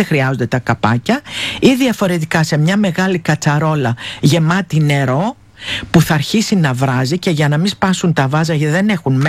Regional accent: Evia, Central Greece, Greece; είμαι από την Κίνη.

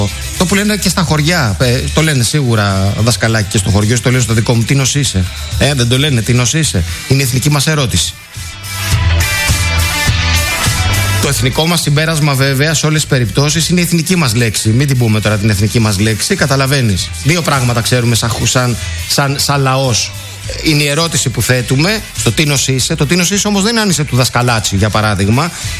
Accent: Greece; Θα σου έλεγα τι έχουμε οι Έλληνες

